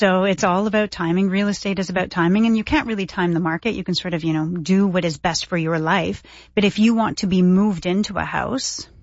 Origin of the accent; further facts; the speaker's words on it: Toronto, Ontario, Canada; now in Stittsville, Canada; Right, I've lived in Stittsville longer than I've lived anywhere in my life, though I still say I'm from Toronto.